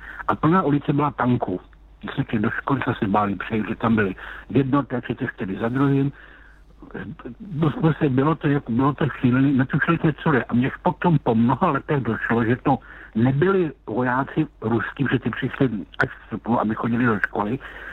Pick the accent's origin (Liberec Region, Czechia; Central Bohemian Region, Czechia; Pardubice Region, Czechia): Central Bohemian Region, Czechia; Lysá nad Labem; Já jsem z Lise nad Labem.